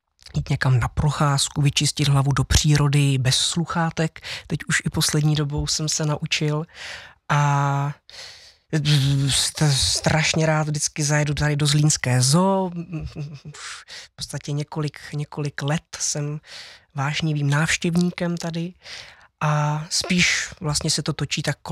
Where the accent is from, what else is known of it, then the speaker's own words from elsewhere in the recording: Kroměříž, Zlín Region, Czechia; No já se vracím do Kroměříže, tak je to můj domov, je to, kam mě srdce úplně nejvíc táhne